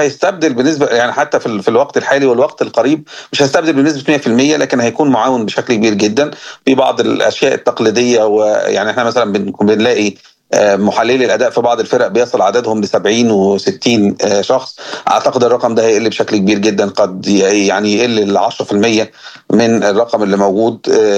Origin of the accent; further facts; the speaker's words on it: Egypt; احنا عندنا في مصر